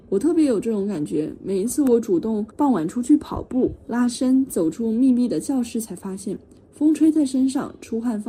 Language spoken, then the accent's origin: Chinese; China; 我从小在大陆长大，那么一路走来，再加上平时经常参加两岸青年活动，